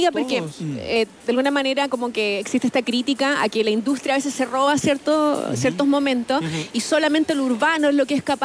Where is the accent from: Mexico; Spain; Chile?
Chile; nosotros también aportamos algo desde Chile